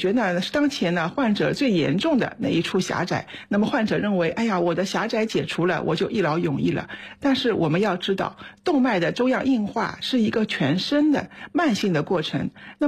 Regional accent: China

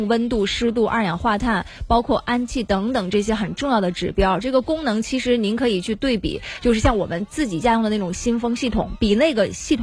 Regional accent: Northeast China, China; 我们东北人讲展示，

